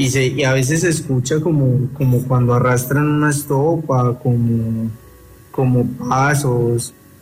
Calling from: Pereira, Risaralda, Colombia; Desde acá de Pereira.

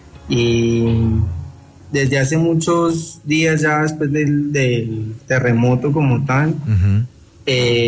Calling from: Pereira, Risaralda, Colombia; Desde acá de Pereira.

